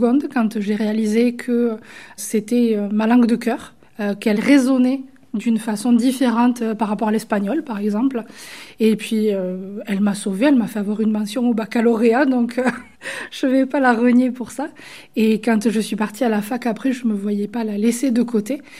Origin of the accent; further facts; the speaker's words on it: Joncels, Occitanie, France; je suis originaire de l'arrière-pays, entre Bédarieux, le Bousquet d'Orb, Lunas et plus particulièrement Joncel. Et voilà, donc j'ai eu la chance d'avoir l'occitan à la maison par mon arrière-grand-père.